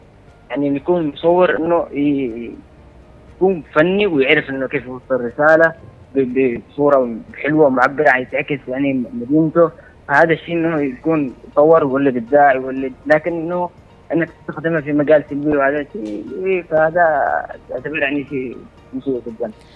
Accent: Aden, Yemen; مثلا عندنا في عدن انه يهتموا بالمعالم الاثريه واصلاحها.

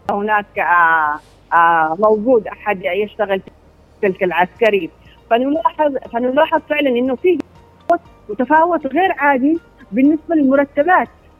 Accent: Aden, Yemen; نحن أبناء عدن ما يعتمدون إلا على رواتبهم.

